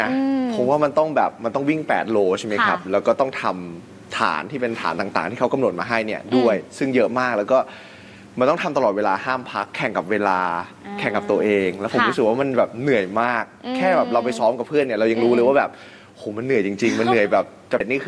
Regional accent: Bangkok, Thailand; ก็คือเกิดและโตที่บางขุนเทียนเลยครับ

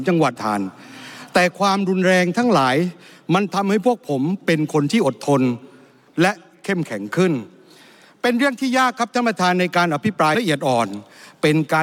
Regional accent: Songkhla, Thailand; also born or lived in Yala; ผมเองเกิดที่ศูนย์แม่และเด็กจังหวัดยะลา4อำเภอครับจนะเตพานาทวีสะบ้าย้อยผมเรียนหนังสือที่นี่เป็นนักการเมืองท้องถิ่นที่นี่และเป็นส.ส.ที่นี่

